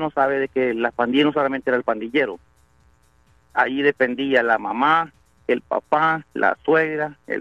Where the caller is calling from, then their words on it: El Salvador; Yo soy salvadoreño